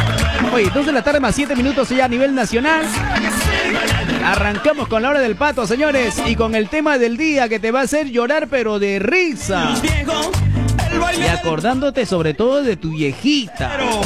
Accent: Lima, Peru; Así que así nos criaron aquí en Lima.

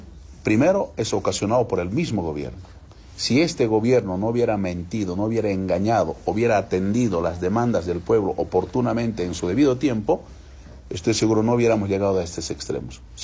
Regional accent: Bolivia; Los que vivimos en el trópico también somos bolivianos

